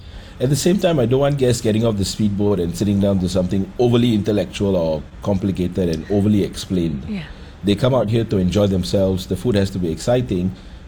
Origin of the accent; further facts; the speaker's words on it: Singapore; As a Singaporean and a Punjabi, I've grown up with multiple food cultures existing together quite naturally.